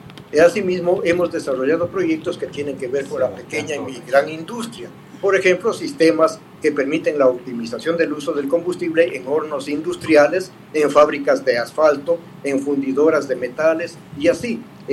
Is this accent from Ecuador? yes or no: yes; Ecuador; Soy un ciudadano ecuatoriano. Mucho orgullo, mucha honra.